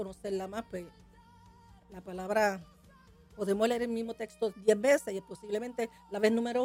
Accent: Fajardo, Puerto Rico; Llevo toda mi vida viviendo aquí en Fajardo.

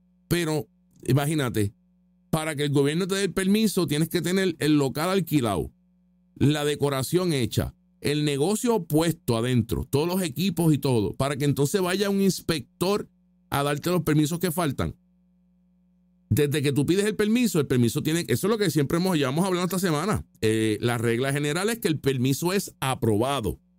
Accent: Puerto Rico; porque nosotros también somos estadounidenses, somos puertorriqueños americanos.

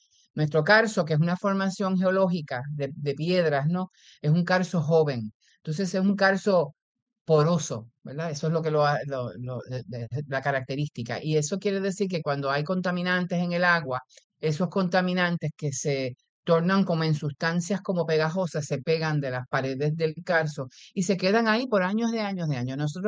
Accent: Puerto Rico; Soy una mujer puertorriqueña

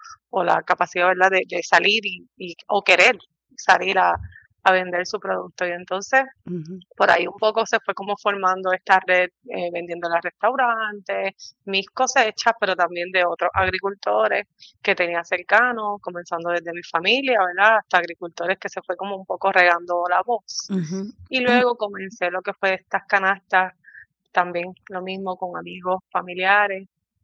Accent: Barranquitas, Puerto Rico; also born or lived in San Juan; Yo soy de Barranquitas. Después de haberme ido a estudiar a San Juan, haber ido a estudiar en Sagrado

